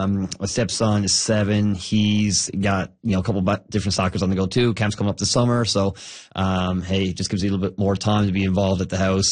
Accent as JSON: {"language": "English", "town": "Labrador City", "region": "Newfoundland and Labrador", "country": "Canada", "tie": "born there", "also_born_or_lived": "Corner Brook", "said": "My father was a RNC officer with the provincial police. So we moved around a little bit. I was born in Lab City."}